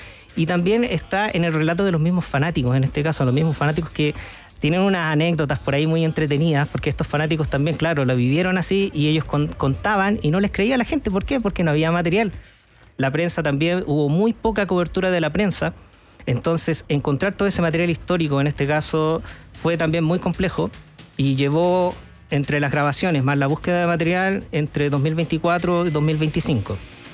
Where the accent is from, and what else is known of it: Chile